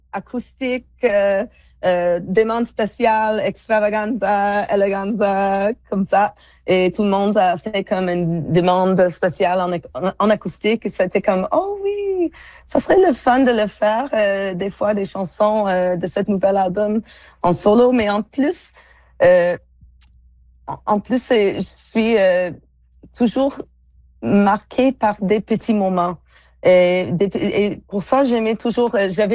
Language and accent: French; Toronto, Ontario, Canada; born there; moi, je suis née dans la ville de Toronto. Je suis née à Toronto, je suis comme... A city girl